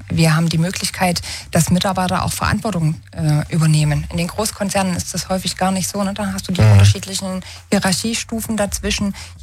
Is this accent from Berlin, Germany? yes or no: no; Saxony, Germany; Ich möchte voranstellen, dass ich das Vogtland, also ich bin gebürtige Vogtlanderin, bin hier geboren und aufgewachsen